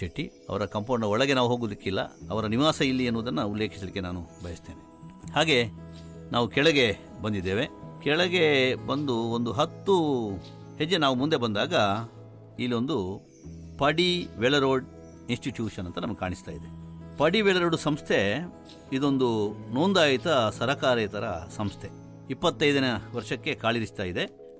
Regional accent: Mangaluru, Karnataka, India; ಆದರೂ ಮಂಗಳೂರಿನ ಪೇಟೆಯ ಪರಿಚಯ ಪೂರ್ತಿ ಮಾಡಿಕೊಳ್ಳಿಕ್ಕೆ ಸಾಧ್ಯ ಆಗಲಿಲ್ಲ. ಅಷ್ಟು ವಿಸ್ತಾರವಾಗಿದೆ ನೋಡಿ ನಮ್ಮ ಊರು.

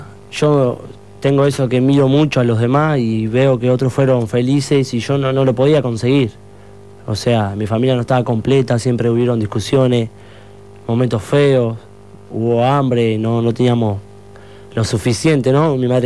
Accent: Montevideo, Uruguay; born there; soy de Montevideo del Cerro, tengo 22 años. Nací y crecí con mi mamá y mis 5 hermanos, de lo cual soy el tercero de lo más grande. Una niñez complicada, mi madre de religión, mi abuela también

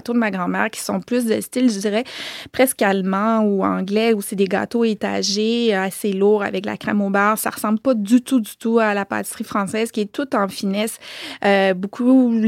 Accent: Quebec, Canada

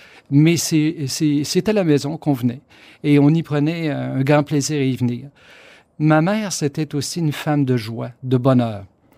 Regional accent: Saint-Damien, Quebec, Canada; Je suis natif, moi, de Saint-Damien, dans le beau comté de Bellechasse. C'est un pays de montagne, hein

